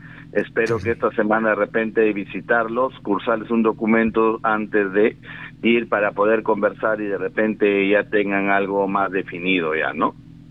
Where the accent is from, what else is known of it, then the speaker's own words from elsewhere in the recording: Olmos, Lambayeque, Peru; mi pueblo de Olmos